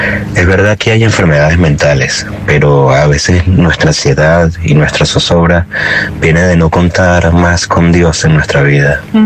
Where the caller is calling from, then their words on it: Venezuela; de Venezuela.